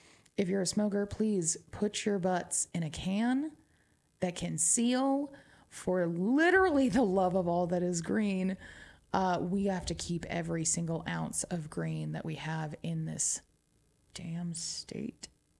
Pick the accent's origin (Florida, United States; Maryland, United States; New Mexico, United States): New Mexico, United States; accent: twang; first language English; moved away as an adult; born here all my life, had to get the hell out of Dodge for a minute. And then I did, and I was like, wow, there are a lot of people out here. And I came back home. And now I am in one of the smallest places that I could find